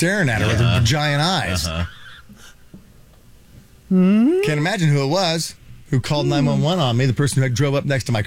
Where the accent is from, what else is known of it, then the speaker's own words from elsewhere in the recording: Canada; I'm Canadian, obviously.